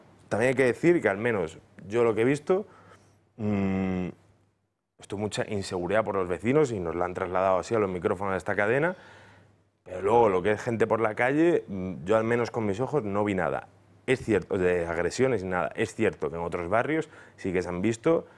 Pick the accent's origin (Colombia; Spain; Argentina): Spain; Ceuta; si yo soy ceutí, yo pago mis impuestos